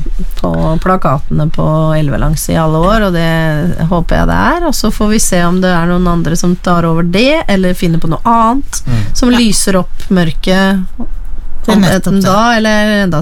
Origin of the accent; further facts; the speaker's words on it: Vestfold, Norway; Jeg kommer jo fra Vestfold og bjørnebær, ja.